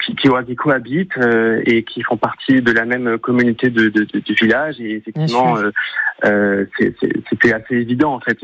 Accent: Sant'Andrea-d'Orcino, Corsica, France; je suis originaire de Saint-André, d'Orchine.

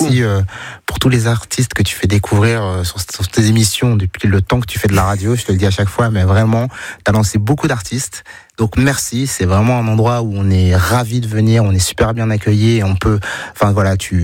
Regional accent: Lille, Hauts-de-France, France; on vient de Lille, on est à 20 km de la Flandre, en Belgique, où on parle pas français.

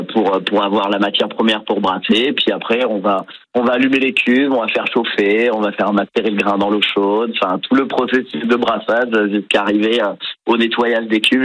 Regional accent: Saintes, Nouvelle-Aquitaine, France; j'ai grandi à Saintes

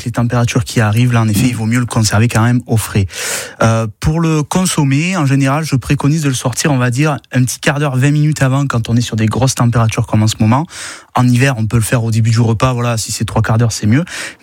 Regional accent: Provence-Alpes-Côte d'Azur, France; chez nous en Vaucluse

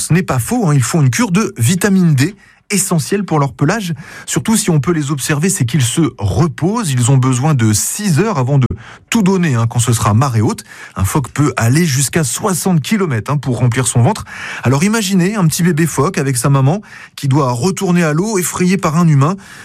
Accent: Hauts-de-France, France; ici, chez nous, dans la Somme

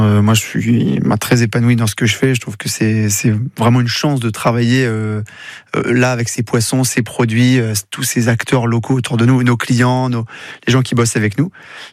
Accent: Normandy, France; moved away; je suis normand d'origine, alors j'ai grandi au bord de la mer

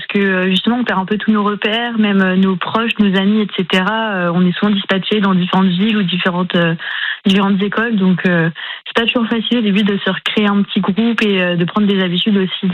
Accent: Grand Est, France; moved away as an adult; now in Nancy, France; Je suis des Vosges, je suis des Vosges.

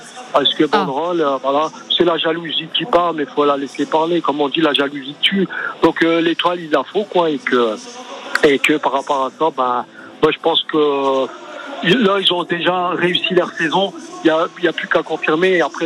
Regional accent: Hauts-de-France, France; born there; now in Vaucluse, France; je suis né dans le Nord, exactement. Je suis né dans le Nord.

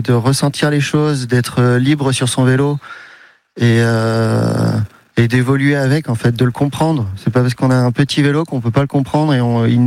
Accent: Brittany, France; now in Anglet, France; Oui, moi je viens de la Bretagne

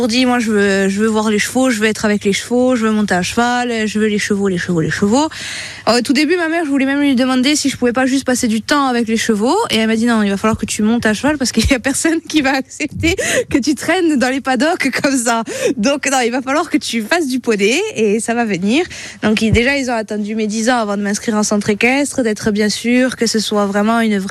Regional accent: Corsica, France; Moi, je suis originaire de Lugne. Toute ma famille est en Balagne, entre Lugne, Moncal, Calenzane, Calvi.

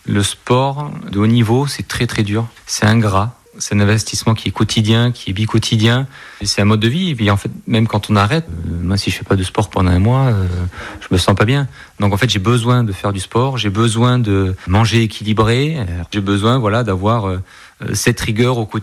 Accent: Bergerac, Nouvelle-Aquitaine, France; moi, je suis né à Bergerac, j'ai toujours vécu à Bergerac, j'ai toujours ramé pour Bergerac.

